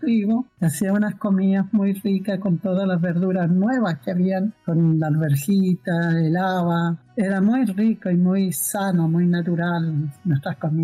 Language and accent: Spanish; Ercilla, Araucanía, Chile; moved away; also born or lived in Santiago; hace ya un poco más de 2 años que estoy acá en Arcilla. Volví a mi terruño, a mi love, como decimos nosotros, de mis comunidades acá y de mi pueblito Arcilla. Puesto que de aquí salí, un día emprendí el camino del campo, por esos largos caminos polvorientos hacia las ciudades. Después de recorrer por tantos lugares